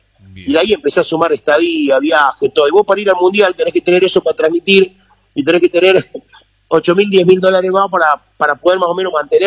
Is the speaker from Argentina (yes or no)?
yes; Argentina; de donde somos, que somos del interior de la República Argentina, nos pone contento.